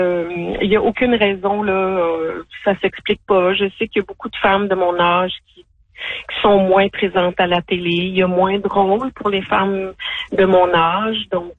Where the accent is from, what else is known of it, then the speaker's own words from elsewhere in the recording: Montreal, Quebec, Canada; Moi, j'aime beaucoup Montréal. Je suis vraiment de Montréalaise.